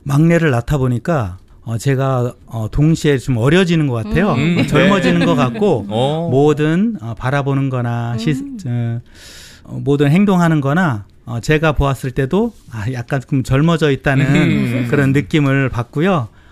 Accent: Dangjin, South Chungcheong, South Korea; now in Jeju, South Korea; 저희도 이제 고향이 제주가 아니고 충청남도 당진이기 때문에

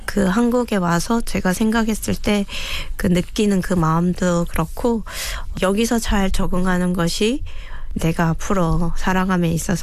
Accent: North Korea; now in South Korea; 저는 내 조국의 반쪽짜리인 한국이라는 나라에 온 것으로도 충분히 위로가 되고 내 고향은 떠났고 내 부모 형제하고는 헤어졌지만 그 한반도의 반쪽에 나는 항상 있다라는 그 마음 하나로 하나됨을 계속 느끼고 삽니다.

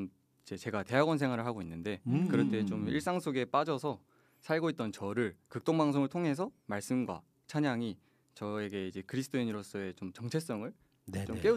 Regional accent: Ulsan, South Korea; 제가 네. 태어나서부터 울산에서 이제 살다가

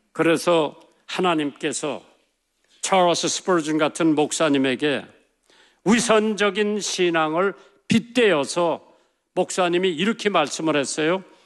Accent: South Korea; 우리 한국 사람들은 제너럴 앨러스가 존경한다고 하지만은 제가 본 한국 사람들은 체면을 많이 생각을 해요.

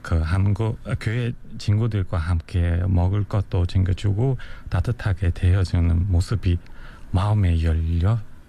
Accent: Ulaanbaatar, Mongolia; Korean is a second language; moved away as an adult; now in South Korea; 저는 그 2015년에 아내와 함께 한국에 왔습니다.

